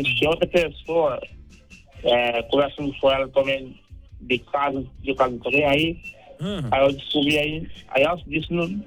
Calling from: Piauí, Brazil; eu tô falando aqui do Piauí.

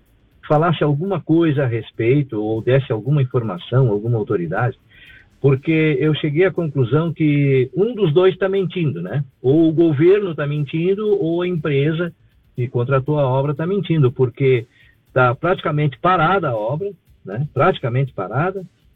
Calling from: Seara, Santa Catarina, Brazil; eu sou de Seara

